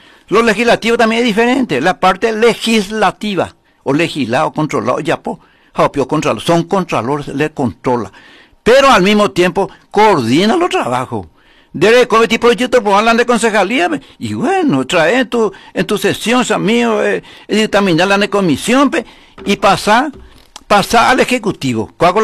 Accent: Carapeguá, Paraguarí, Paraguay; como paraguayo, como ciudadano carapigüeño de bien.

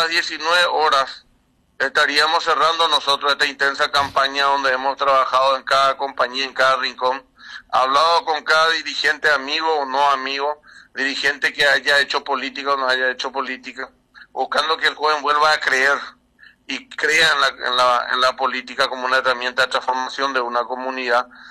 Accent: Carapeguá, Paraguarí, Paraguay; quiero verla a mi pueblo hermosa

